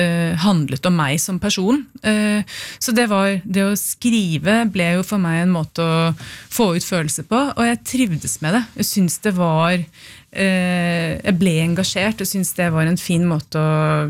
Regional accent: Oslo, Norway; første året på barneskolen, da jeg gikk på Ellingsråsen.

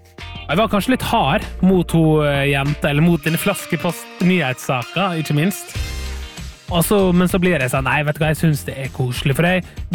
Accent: Møre og Romsdal, Norway; Jeg var på besøk med fedrene sine som jobbet da, hjemme på Sunnmøre.

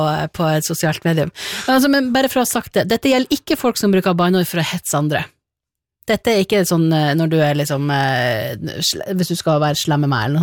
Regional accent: Northern Norway, Norway; Jeg mener, altså jeg er jo nordlending. Vi har jo lært av søringene at vi alltid bannes.

